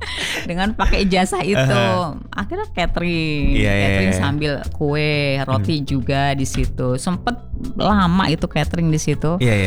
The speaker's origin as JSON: {"language": "Indonesian", "region": "Java", "country": "Indonesia", "lives_now": "Jakarta, Indonesia", "said": "saya orang Jawa, suka dengan filosofi Jawa."}